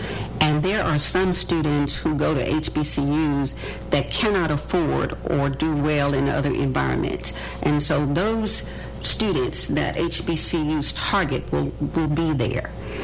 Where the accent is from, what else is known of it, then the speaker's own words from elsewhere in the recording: Little Rock, Arkansas, United States; also born or lived in Hope; I am from Little Rock, yes.